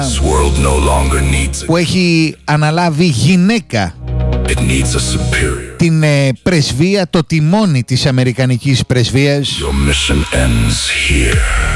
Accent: Greece; Ως Έλληνες έχουμε μάθει να αγωνιζόμαστε.

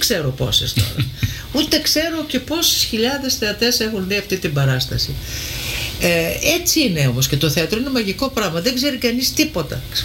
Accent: Larissa, Thessaly, Greece; είναι η μάνα μου που ανέβαζε τη σημαία στις γιορτές στη Λάρισα, είναι οι παρελάσεις οι μαθητικές στην πόλη μου. Είναι η πατρίδα.

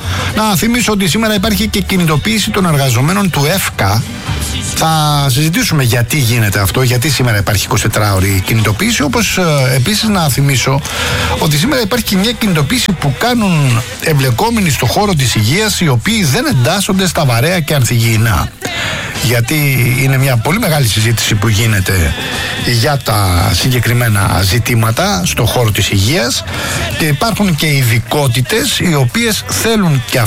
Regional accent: Attica, Greece; also born or lived in Rafina; Εκεί στη Πατοβασίλισσα εγώ μεγάλωσα, να ξέρεις.

